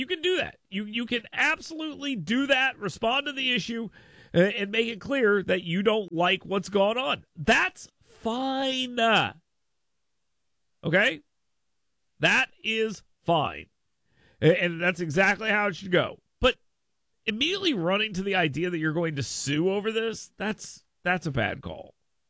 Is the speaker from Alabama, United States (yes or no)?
yes; Fort Rucker, Alabama, United States; And I grew up in Fort Rucker right here in my district.